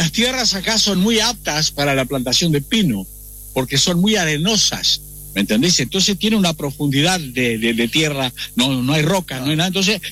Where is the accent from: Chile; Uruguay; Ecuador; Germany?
Uruguay; Tranqueras, Rivera; me crié ahí en Tranquera, en medio de los sandilleros